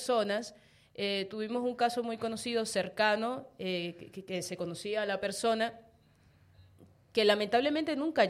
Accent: Venezuela; now in Argentina

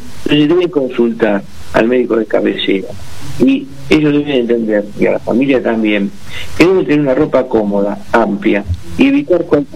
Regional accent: Italy; moved away; En el pueblo donde yo crecí en Italia

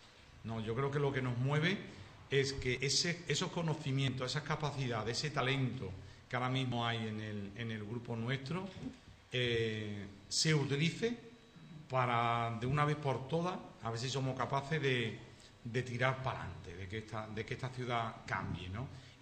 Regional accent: Sanlúcar de Barrameda, Andalusia, Spain; me mueve mi pueblo, me duele mi pueblo

